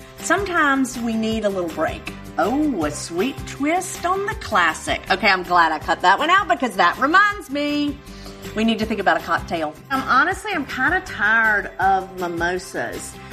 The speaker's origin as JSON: {"language": "English", "town": "Oxford", "region": "Mississippi", "country": "United States", "tie": "born or raised there", "said": "an outdoor brunch in my hometown, Oxford, Mississippi."}